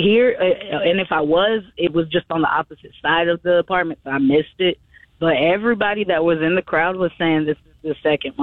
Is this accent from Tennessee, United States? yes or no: yes; Johnson City, Tennessee, United States; moved away as an adult; I'm just a young 27-year-old from East Tennessee. I'm from Johnson City, Tennessee. So I came down here on a whim when I was 21